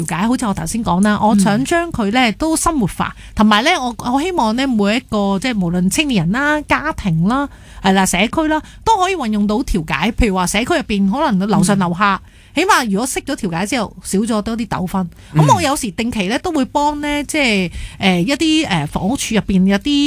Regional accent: Hong Kong; 我哋香港人都可以做到內地嘅即係法院入面去幫手。

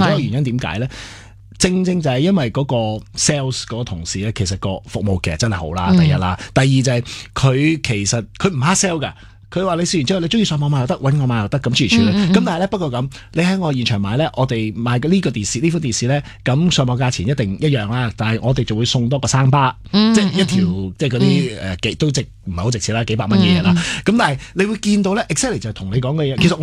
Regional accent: Hong Kong; 我香港人

